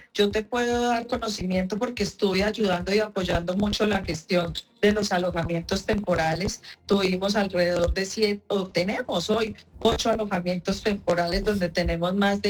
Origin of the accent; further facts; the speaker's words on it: Pereira, Risaralda, Colombia; como somos los pereiranos